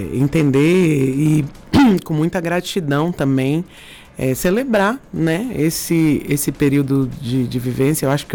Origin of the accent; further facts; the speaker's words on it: Brasília, Federal District, Brazil; moved away as an adult; now in São Paulo, Brazil; Foi quando eu me mudei de Brasília definitivamente. Eu falei, vou me arriscar aí na estrada e cheguei nessa cidade gigantesca. Meu irmão, a gente vindo da roça, que é Brasília, chegar num mundo desse aqui, que é São Paulo, né?